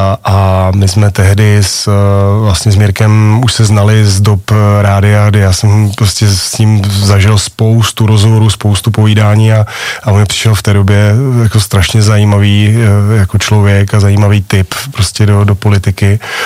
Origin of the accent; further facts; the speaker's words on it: Ostrava, Moravian-Silesian Region, Czechia; Ostravě, já ji mám rád dodnes, jo, a mám rád lidi a vidím ten vývoj, jako neuvěřitelný vývoj, co se v mém rodném městě děje, pozitivní.